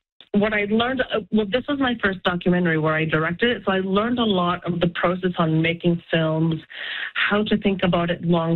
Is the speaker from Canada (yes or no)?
yes; Iqaluit, Nunavut, Canada; This is my hometown. I'm from here